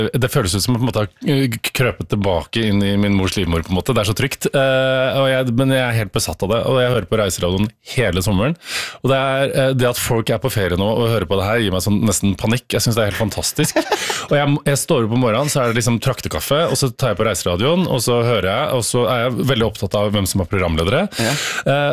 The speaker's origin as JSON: {"language": "Norwegian", "region": "Trøndelag", "country": "Norway", "accent": "Trøndersk", "said": "For jeg er egentlig trønder."}